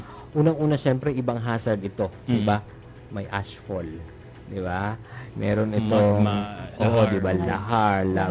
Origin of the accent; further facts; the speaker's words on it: Bicol Region, Philippines; Pareho pala tayong Bicolano.